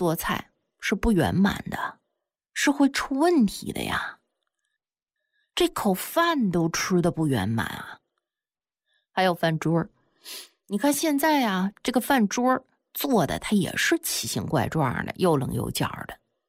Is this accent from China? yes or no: yes; China; 我们中国人老祖宗